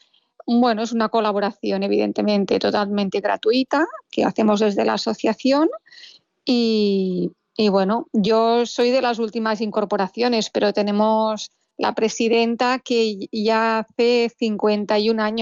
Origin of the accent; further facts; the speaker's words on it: Girona, Catalonia, Spain; somos gente de Girona